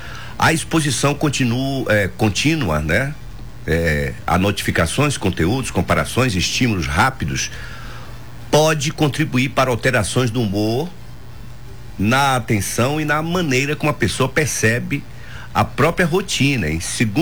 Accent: Ribeira, Brazil; Eu sou de Ribeira, mas tenho 40 anos aqui.

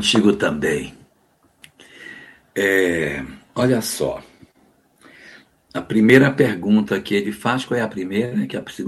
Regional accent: Macapá, Amapá, Brazil; born there; also born or lived in Porto Velho; Eu nasci em Macapá e fui para Porto Velho. Mas é Brasil do mesmo jeito.

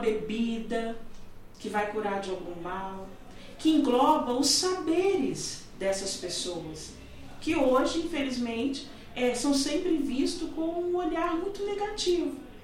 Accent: Oliveira, Minas Gerais, Brazil; Oliveira, que é a minha cidade natal, é onde eu vivo a experiência do reinado.

